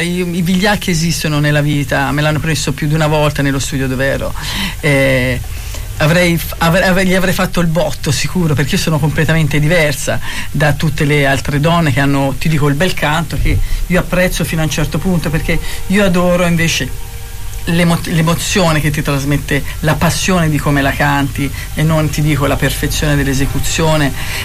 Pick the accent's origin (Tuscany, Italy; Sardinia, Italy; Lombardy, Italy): Tuscany, Italy; sono toscana